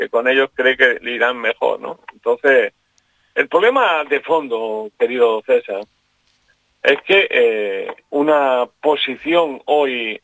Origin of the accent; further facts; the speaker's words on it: Andalusia, Spain; yo le he estado enseñando mi tierra, Jaén, Granada, Úbeda, Baeza.